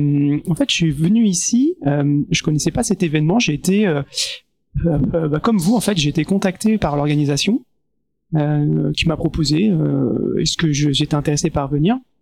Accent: France; en tant que Français, j'étais super intéressé de discuter avec des Suisses

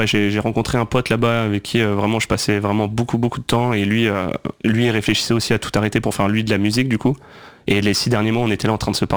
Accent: Hauts-de-France, France; parce que moi je suis de Picardie à la base, donc dès que j'ai pu monter sur Paris pour faire du stand-up après mon bac, bah je l'ai fait

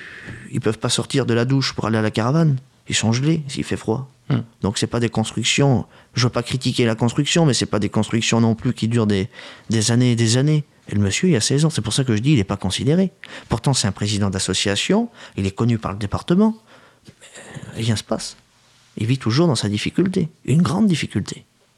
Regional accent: Paris, Île-de-France, France; Ma grand-mère a grandi aussi, moi, au passage du Mont-Saint-Denis.

